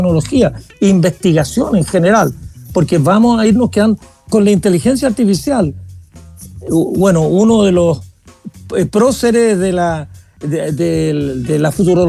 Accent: Parral, Maule, Chile; moved away; also born or lived in Santiago, Chile / Canada; no nací en Parral, pero me crié en Parral

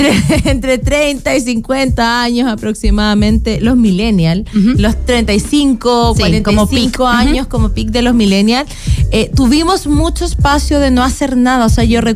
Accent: Antofagasta, Chile; now in Santiago, Chile; yo que soy de Antofagasta, me gusta más el calorcito

